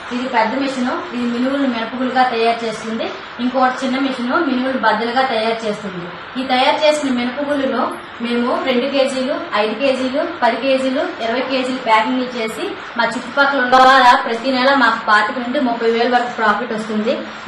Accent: Koppala, Andhra Pradesh, India; మాది కొప్పల గ్రామం, వంగరం మండలం, విజయనగరం జిల్లా.

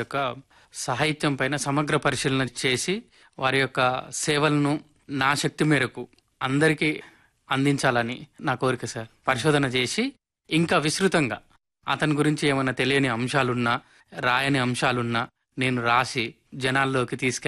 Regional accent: Nalgonda district, Telangana, India; మాది ఆరగూడెం గ్రామం, తిప్పర్తి మండలం, నల్లగొండ జిల్లా.

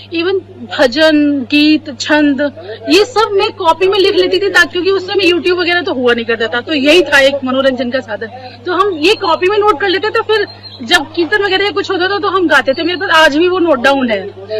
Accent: Bareilly, Uttar Pradesh, India; और मैं बरेली की रहने वाली हूँ।

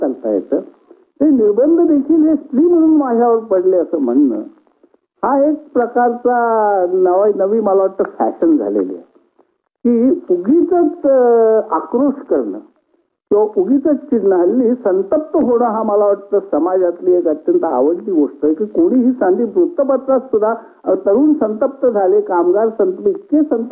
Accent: Mumbai, Maharashtra, India; मी मुंबईकर आहे, मुंबईकर म्हणजे मुंबईतच माझा जन्म झाला, मुंबईतच मी वाढलो, मुंबईतल्या गिरगावात माझं लहानपण गेलं, तिथे मी शिकलो, तिथे तिथल्या बहुरंगी समाजात मी जगतो आज.

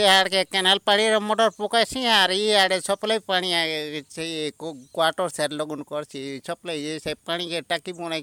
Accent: Odisha, India; ଆମର ଗାଁ ହେଲା ଇ ଛାପ ସଡ଼କ ହେଲା, ପଞ୍ଚାୟତ ହେଲା ଗୋଡ଼େଲ ପଦ।

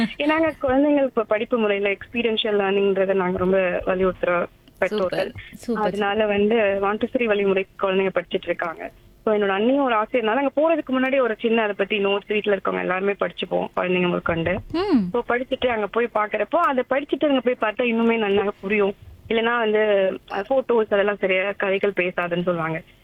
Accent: Madurai, Tamil Nadu, India; அதை தவிர்த்து கீழடி, நான் மதுரை தான், ஸோ கீழடி அருங்காட்சியகம் போய் ரொம்ப பிடிச்சிருக்கு.

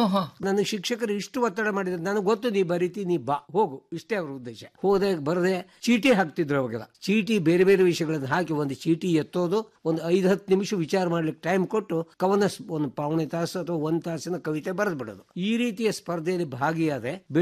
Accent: Manjuguni, Karnataka, India; ನಾನು ಮೂಲತಃ ಉತ್ತರ ಕನ್ನಡ ಜಿಲ್ಲೆಯ ಶಿರಸಿಯ ಅಲ್ಲಿಯ ಶ್ರೀಕ್ಷೇತ್ರ ಮಂಜುಗುಣಿಯವನು.

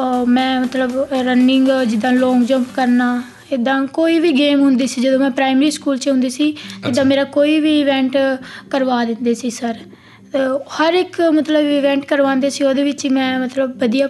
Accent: Fazilka district, Punjab, India; born there; ਸੀਤੋਗੁਨੋ ਪਿੰਡ ਵਿੱਚ ਹੀ ਮੇਰਾ ਜਨਮ ਹੋਇਆ

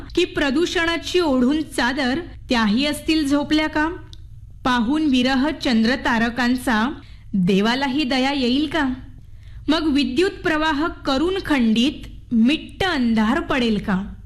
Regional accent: Devgad, Maharashtra, India; now in Mumbai, India; ने मी मूळची देवगडची आहे.

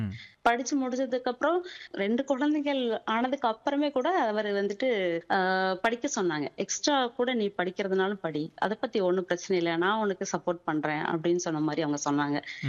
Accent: Kallipatti, Tamil Nadu, India; born there; now in Govindapuram, Dindigul, India; நான் பிறந்தது வந்து கள்ளிப்பட்டி. நான் ஒரு கிராமத்துலதான் பிறந்தேன். ஆமா, கிராமத்துலதான் பிறந்தேன்.

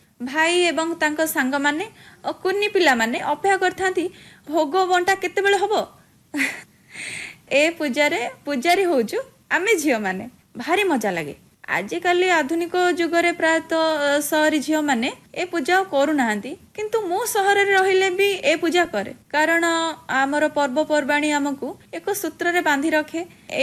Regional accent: Kendrapara, Odisha, India; now in Tamando, India; ମୁଁ ଭୁବନେଶ୍ୱର ପାଖ ଟମାଣ୍ଡରେ ରୁହେ। ମୋର ନେଟିଭ ପ୍ଲେସ୍ ହେଉଛି କେନ୍ଦ୍ରାପଡ଼ା।

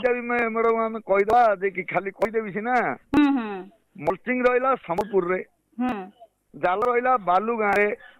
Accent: Bandha Gochha, Odisha, India; ଆମ ଗାଁ ହଉଛି ବନ୍ଧା ଗୋଛା।

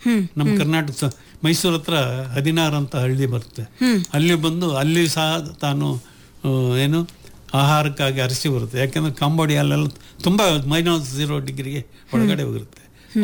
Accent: Chitradurga, Karnataka, India; ಇಲ್ಲ, ನನಗೆ ತುಂಬಾ ಖುಷಿ, ಯಾಕಂದ್ರೆ ನಾನು ಓದಿದ ಊರು ನಮ್ಮೂರು ಅನ್ನೋ ಹೆಮ್ಮೆ ನನಗಿದೆ. ನಾವು ನಿಮ್ಗೆ ಕರೆದಾಗೆಲ್ಲ ನಮ್ಮ ಚಿತ್ರದುರ್ಗ ಬರ್ಬೇಕಂತ ಭಾಳ ಆಸೆ ಇದೆ.

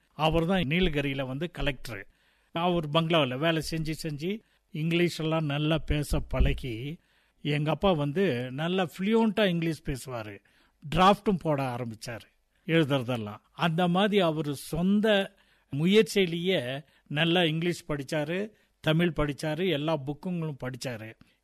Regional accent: Ooty, Tamil Nadu, India; born there; ரொம்ப அழகான ஒரு கிராமம் அது. அங்கே தான் நான் பிறந்தேன் அப்படின்ட்டு எங்கள் அம்மா அப்பா சொல்லுவாங்க. அங்கே பிறந்து அப்போல்லாம் ரொம்ப கஷ்டமான காலம்ன்றதுனால எங்கள் அப்பா வந்து இங்கே கூட்டிகிட்டு வந்துட்டார். எங்கள் அம்மாவை ஊட்டிக்கு கூட்டிகிட்டு வந்துட்டாங்க.

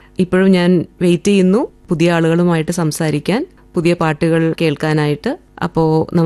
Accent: Thiruvananthapuram, Kerala, India; now in Germany; എന്റെ സ്ഥലം ട്രിവാൻഡ്രത്താണ്.

